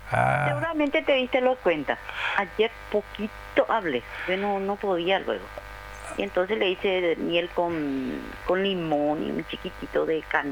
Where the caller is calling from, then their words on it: Ñemby, Central, Paraguay; Y acá por Ñemby nomás.